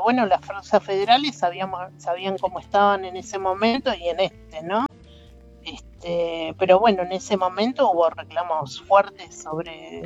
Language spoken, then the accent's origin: Spanish; Argentina; porque nosotros somos argentinos que la luchamos como todos